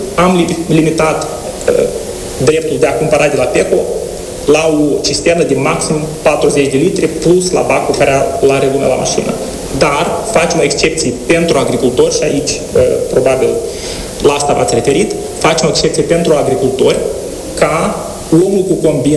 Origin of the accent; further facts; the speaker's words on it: Moldova; noi în Moldova avem două piețe